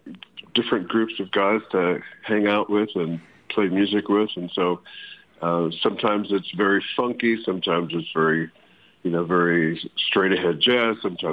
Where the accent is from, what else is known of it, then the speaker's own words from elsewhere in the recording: Gary, Indiana, United States; born there; also born or lived in South Bend, Indiana; now in Occidental, United States; I've grew up in Indiana. I was born in South Bend, Indiana, by Notre Dame, and then we moved to Gary when I was maybe 8 or so, and went through school there